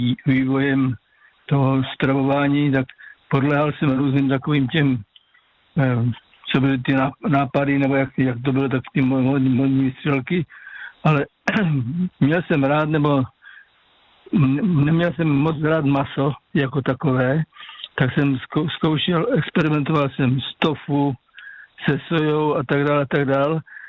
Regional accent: Moravian Slovakia, Czechia; já pocházím z Moravskoslovácka

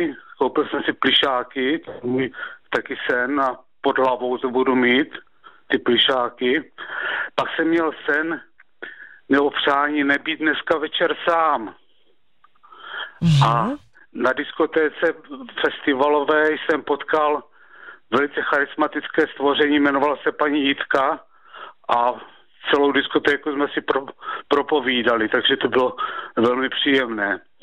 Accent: Malenovice, Zlín Region, Czechia; a jsem z Malanovic u Zlína.

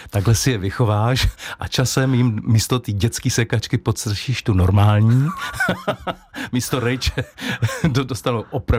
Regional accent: Moravia, Czechia; jsem taky z Moravy

